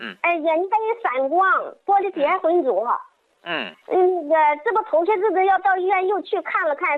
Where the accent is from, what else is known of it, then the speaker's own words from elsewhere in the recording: Qinhuangdao, Hebei, China; 我家是秦皇岛的。